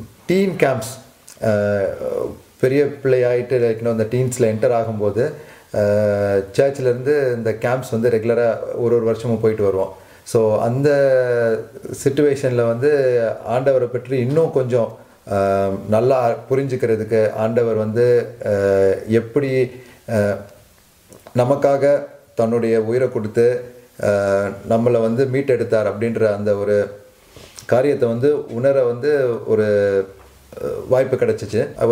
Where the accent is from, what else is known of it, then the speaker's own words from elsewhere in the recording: Chennai, Tamil Nadu, India; நான் தமிழ்நாட்டில் ஒரு சின்ன கிராமத்தில் பிறந்தது. சின்ன வயசுலேருந்து சென்னையில் தான் என்னோடய பூர்வீகம்னு சொல்லி சொல்லலாம்.